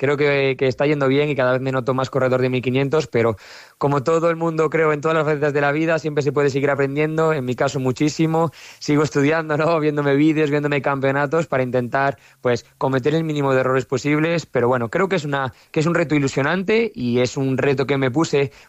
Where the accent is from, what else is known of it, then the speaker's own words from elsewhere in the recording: Galicia, Spain; Sí, a ver, soy muy gallego, entonces cada vez que tengo la oportunidad de poder correr en casa, no la malgasto.